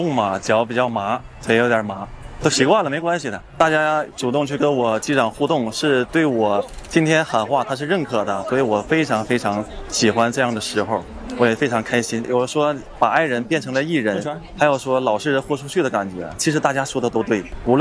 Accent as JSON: {"language": "Chinese", "town": "Shenyang", "region": "Liaoning", "country": "China", "said": "我们是沈阳公安"}